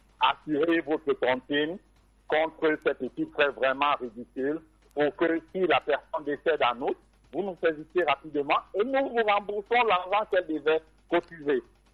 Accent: Cameroon; Nous sommes des Camerounais, nous sommes très battants, nous sommes très dynamiques et nous faisons des tontines pour pouvoir anticiper sur les coûts de la vie.

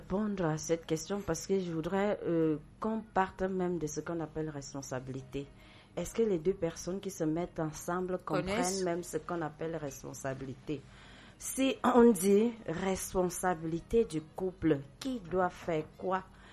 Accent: Centre, Cameroon; chez moi à Meyete. Meyete, c'est un petit village de l'arrondissement de Lembeyezou.

